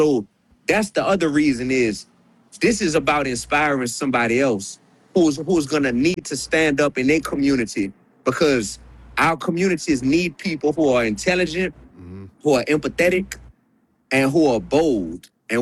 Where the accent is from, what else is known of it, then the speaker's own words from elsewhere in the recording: New Orleans, Louisiana, United States; I'm from New Orleans